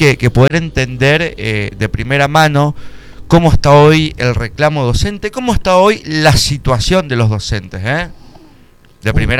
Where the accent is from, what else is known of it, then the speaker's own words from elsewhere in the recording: Argentina; somos argentinos